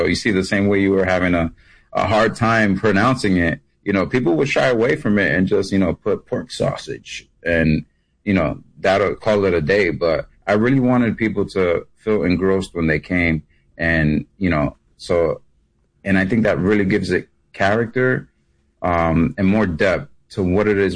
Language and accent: English; New York, United States; Well, I feel like I'm from New York. So like I'm from New York.